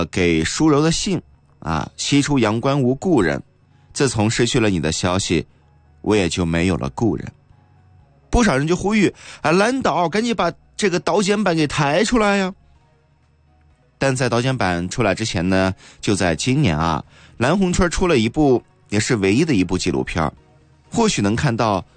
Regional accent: Chaoshan, Guangdong, China; 我们潮汕人啊

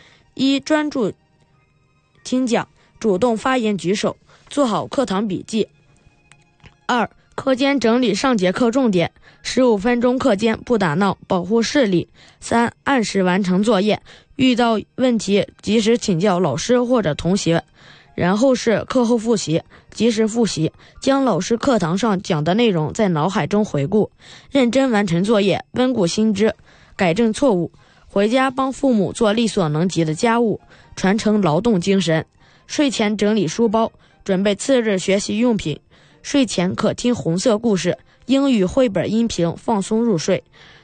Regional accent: Yan'an, Shaanxi, China; 。我出生在延安，从小听着宝塔山的故事长大，从小就接受着红色文化的熏陶。

